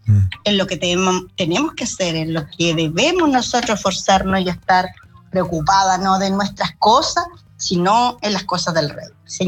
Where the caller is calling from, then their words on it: Florida, Biobío, Chile; mi iglesia quedaba en Concepción, Hualpén, y yo vivo en Florida